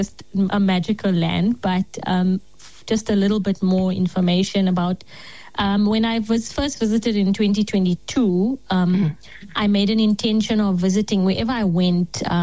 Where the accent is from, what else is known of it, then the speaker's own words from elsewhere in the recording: South Africa; being South African now with, you know, with all the court case and all of those things that, you know, they associate South Africans with.